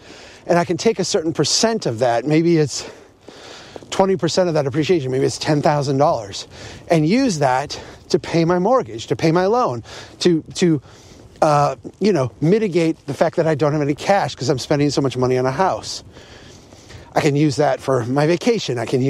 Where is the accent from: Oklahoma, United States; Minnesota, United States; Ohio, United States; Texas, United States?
Minnesota, United States; Brainerd; with Strong Towns. Nice to see you today. It's a February in Minnesota in my hometown of Brainerd.